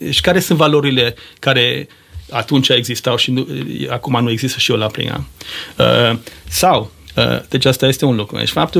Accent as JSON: {"language": "Romanian", "region": "Maramureș County", "country": "Romania", "moved": "yes", "said": "dar am plecat de mult timp din România și de acasă, din Maramureș."}